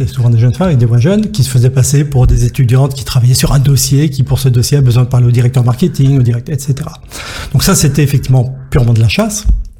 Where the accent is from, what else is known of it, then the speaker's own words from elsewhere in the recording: Marseille, Provence-Alpes-Côte d'Azur, France; moi je suis Marseillais, je reste à Marseille.